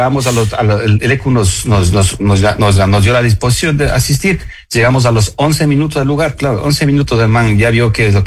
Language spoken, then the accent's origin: Spanish; Quito, Pichincha, Ecuador